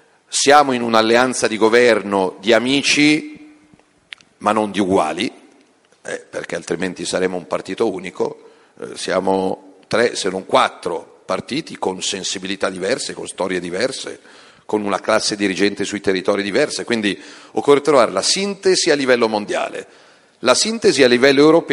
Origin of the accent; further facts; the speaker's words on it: Lombardy, Italy; noi lombardi, siamo in 5 su 5, anzi ho anche un po' esagerato da lombardo